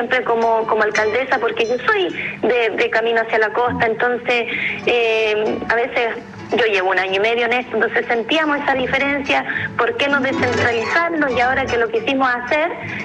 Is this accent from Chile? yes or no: yes; Chile; Y seguimos hacia la costa y ver esto era como que uno se, el corazón se le inflama como chileno también, claro.